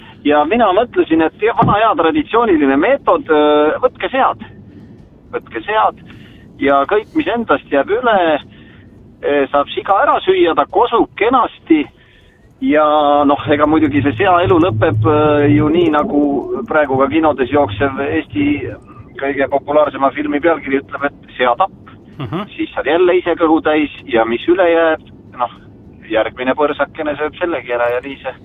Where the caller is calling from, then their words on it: Võru County, Estonia; Võrumaalt.